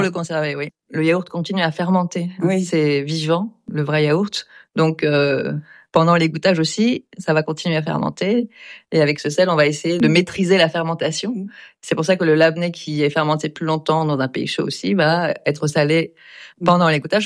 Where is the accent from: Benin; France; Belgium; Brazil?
France; also born or lived in Istanbul, Turkey; Moi, j'ai grandi en France, de mes 6 ans à mes 15 ans. Ensuite, j'étais à Istanbul. Après, je suis revenue à Paris.